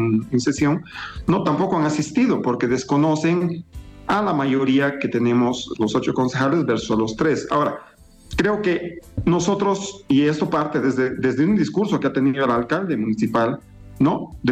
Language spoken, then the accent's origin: Spanish; Bolivia; todos somos bolivianos.